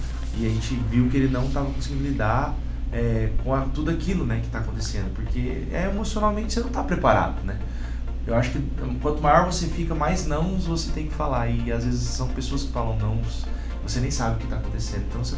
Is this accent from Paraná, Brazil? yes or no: yes; Paranavaí, Paraná, Brazil; Paranaense. Paranavaí, sou de Paranavaí.